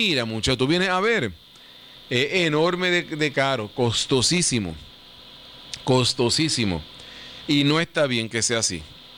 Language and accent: Spanish; Puerto Rico; en nuestra isla, somos una islita, no hay para dónde ir. Una islita pequeña, rodeado de agua de todos lados.